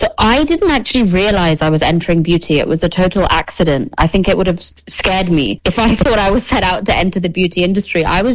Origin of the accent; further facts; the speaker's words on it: London, United Kingdom; moved away as an adult; now in Dubai, United Arab Emirates; And London is my home country. You know, it was home to me for many years